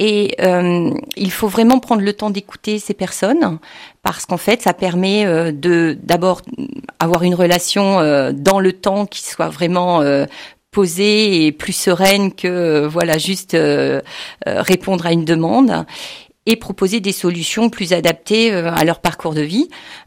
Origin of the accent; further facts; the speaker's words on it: Centre-Val de Loire, France; Je suis originaire du Loir-et-Cher et j'exerce depuis de nombreuses années en Touraine.